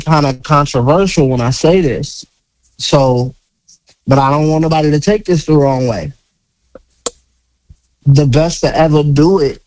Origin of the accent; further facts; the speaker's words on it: Orlando, Florida, United States; also born or lived in Queens, New York / Camden County, Georgia; now in Savannah, United States; I'm originally from Queens, New York. I was raised in Orlando, Florida, then finished out high school in Camden County, Georgia.